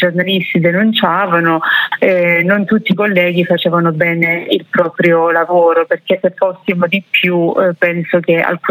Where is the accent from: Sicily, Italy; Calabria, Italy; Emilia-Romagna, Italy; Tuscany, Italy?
Calabria, Italy; Cinquefrondi